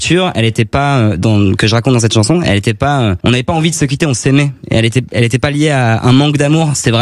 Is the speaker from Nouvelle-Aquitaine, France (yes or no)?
yes; Nouvelle-Aquitaine, France; now in Clermont-Ferrand, France; Je viens de Corrèze, du sel, qui est un peu plus au sud-ouest, mais j'habite à Clermont là.